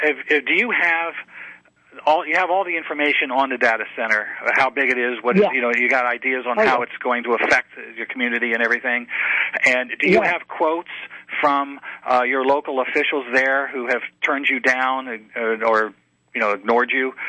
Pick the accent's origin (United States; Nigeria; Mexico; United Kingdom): United States; Licking County, Ohio; now in Virginia, United States; I'm originally from Ohio, and a few weeks ago I went to back to my home county, Licking County, Ohio. That is where New Albany, Ohio is